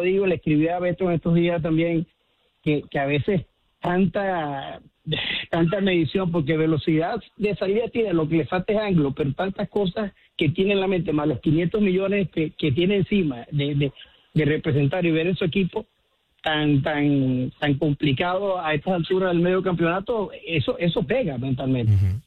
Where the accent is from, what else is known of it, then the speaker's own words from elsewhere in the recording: Venezuela; Hey, Luis, soy yanquista de corazón, pero también soy venezolano.